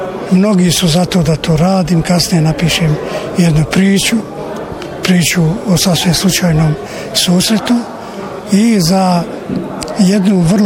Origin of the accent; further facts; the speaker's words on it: Tuzla, Tuzla Canton, Bosnia & Herzegovina; E baš ti ljudi su moja inspiracija i moj rodni grad su poriv moj koji ja pišem o ljudima grada. Moj serijal bio u Tuzli baš asocira na te ljude